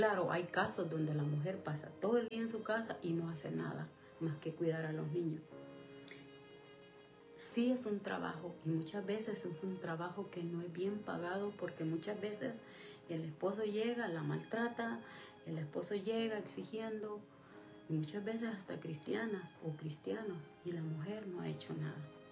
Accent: El Salvador; Para los que no saben, soy salvadoreña

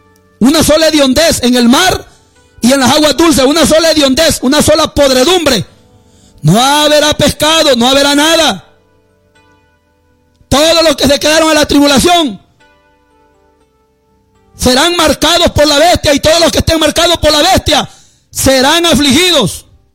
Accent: El Salvador; ¿Cuántos cristianos en mi país, El Salvador, está siendo engañado?

